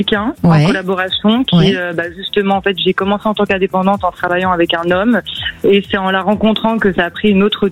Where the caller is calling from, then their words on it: Paris, Île-de-France, France; De Paris.